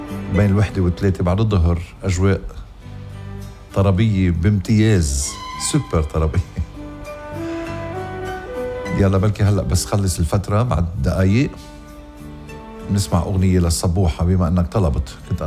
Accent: Lebanon; يا بلدنا لبنان

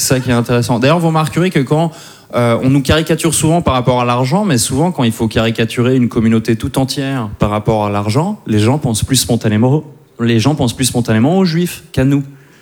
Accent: Switzerland; Et moi, en plus, ça surprend souvent les Français quand je dis que je suis suisse

